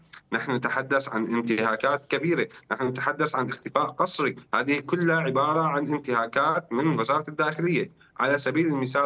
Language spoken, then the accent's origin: Arabic; Syria; ولا نرى نحن كسوريين